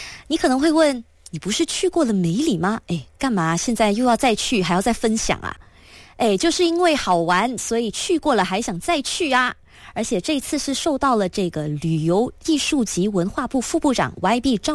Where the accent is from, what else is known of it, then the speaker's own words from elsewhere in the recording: Peninsular Malaysia, Malaysia; 我身为土生土长的西马人